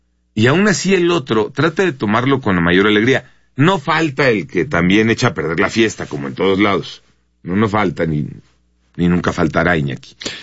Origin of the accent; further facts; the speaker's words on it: Mexico; de lo divertidos y lo alegres que somos los mexicanos.